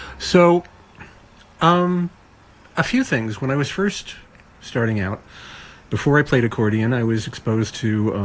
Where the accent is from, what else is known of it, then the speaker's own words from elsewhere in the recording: Bearsville, New York, United States; Yes, that's based in my hometown in Bearsville.